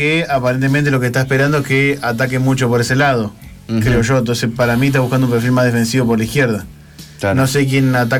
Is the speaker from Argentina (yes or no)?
yes; Argentina; somos pesados los argentinos campeones